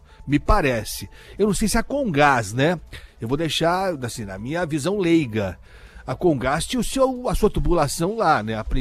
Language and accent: Portuguese; São Paulo, Brazil; Eu, como paulistano, tenho vergonha da Sabesp.